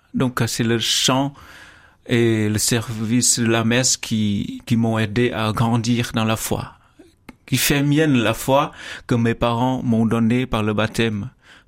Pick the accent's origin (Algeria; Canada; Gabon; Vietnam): Vietnam; French is a second language; moved away as an adult; also born or lived in Paris / Montpellier; now in France; je suis né au Vietnam en 1992. Ça fait il y a quelques années, mais en fait je suis rendu et j'ai été baptisé très petit, 3 jours après ma naissance.